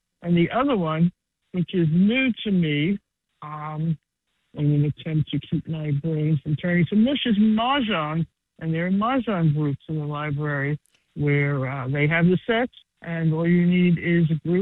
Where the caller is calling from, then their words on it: New York City, New York, United States; Okay, well, I'm calling from Queens